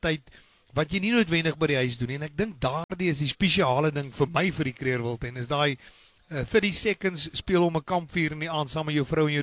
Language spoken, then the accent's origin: Afrikaans; Tzaneen, Limpopo, South Africa; Ek het op Tzaneen groot geword, my pa was 'n predikant op Tzaneen